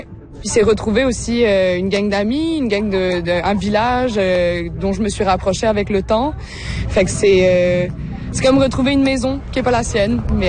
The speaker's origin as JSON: {"language": "French", "country": "Réunion", "tie": "born or raised there", "said": "Je suis originaire de la France. J'ai grandi à l'île La Réunion."}